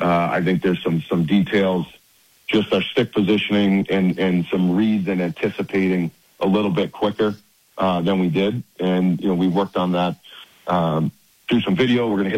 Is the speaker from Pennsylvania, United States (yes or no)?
no; Rhode Island, United States; Rhode Island, yeah.